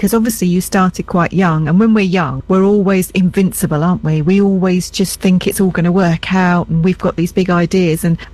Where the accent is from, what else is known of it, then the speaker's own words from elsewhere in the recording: London, United Kingdom; I'm from West London. I'm from Ealing and Chiswick and all that area.